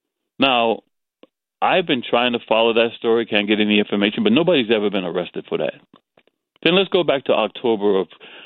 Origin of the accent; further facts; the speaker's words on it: Johns Island, South Carolina, United States; I lived on Ayers' property. I grew up on Ayers' property. And I've got to fight my own family to not sell our land on John's Island.